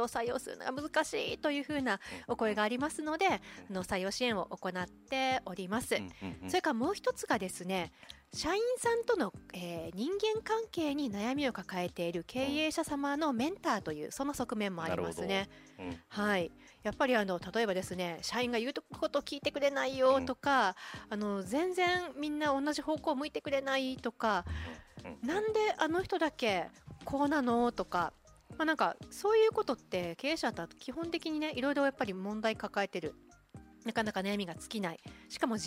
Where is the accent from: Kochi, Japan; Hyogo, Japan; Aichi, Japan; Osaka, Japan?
Kochi, Japan; born there; moved away as an adult; now in Okinawa, Japan; 私は高知県の生まれで、うん、今沖縄に住んで、20年目、うんうん、24歳の時に沖縄に来たんで